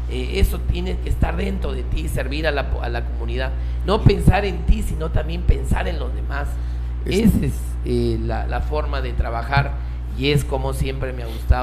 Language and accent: Spanish; Tambogrande, Piura, Peru; como vecino de Tambo Grande